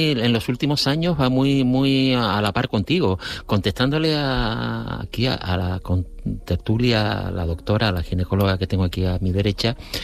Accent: La Orotava, Canary Islands, Spain; Los dos somos de la Orotava.

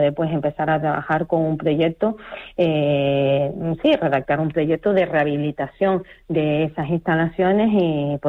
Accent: Los Silos, Canary Islands, Spain

